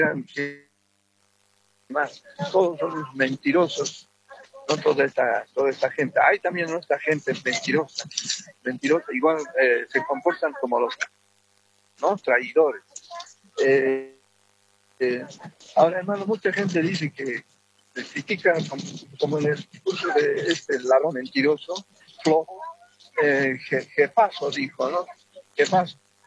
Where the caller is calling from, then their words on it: Cochabamba, Bolivia; de Cochabamba.